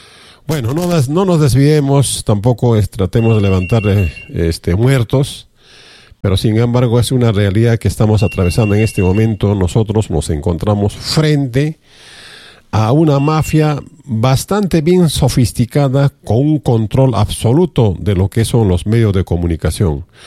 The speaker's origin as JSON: {"language": "Spanish", "country": "Peru", "lives_now": "Arequipa, Peru"}